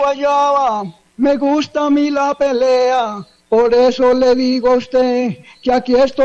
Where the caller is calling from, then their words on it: El Dovio, Valle del Cauca, Colombia; De por acá, de la región del Dobio.